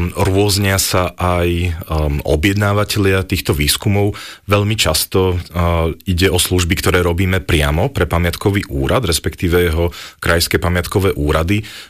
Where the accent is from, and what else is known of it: Košice Region, Slovakia; now in Bratislava, Slovakia